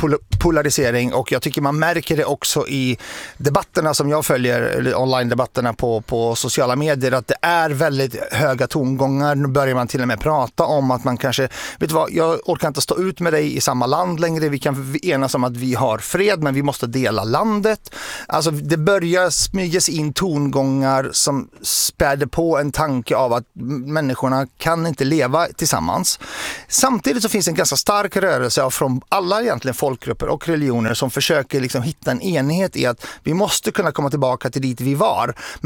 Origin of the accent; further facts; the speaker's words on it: Zahle, Beqaa, Lebanon; att vissa av de barnen har fått lämna Beirut och flytta hem liksom upp till Zahle där vi kommer ifrån